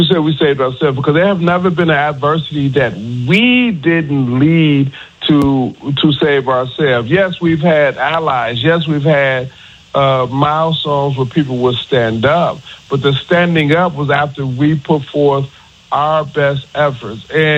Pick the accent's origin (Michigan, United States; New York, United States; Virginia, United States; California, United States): Michigan, United States; Detroit; now in Mississippi, United States; Well, quite frankly, I grew up in Detroit. Metro Detroit